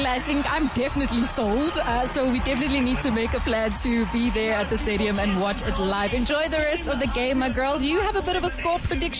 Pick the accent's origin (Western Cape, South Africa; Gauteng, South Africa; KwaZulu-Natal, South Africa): Gauteng, South Africa; We're from the East Rand. That's the one.